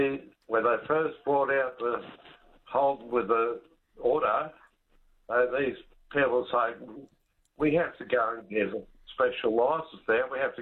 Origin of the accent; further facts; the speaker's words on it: New South Wales, Australia; I grew up in New South Wales.